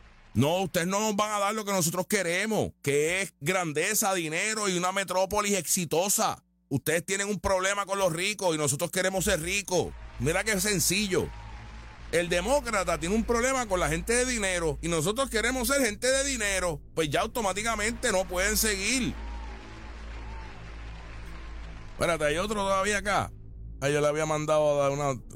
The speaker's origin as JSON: {"language": "Spanish", "country": "Puerto Rico", "said": "Somos boricuas, no molinas."}